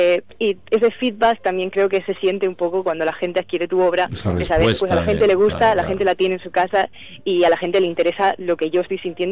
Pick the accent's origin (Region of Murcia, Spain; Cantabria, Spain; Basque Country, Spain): Region of Murcia, Spain; Alcantarilla; moved away as an adult; now in Valencia, Spain; sería bonito que de donde yo soy, porque he hecho muchas exposiciones individuales en otras zonas, pero no en Alcantarilla.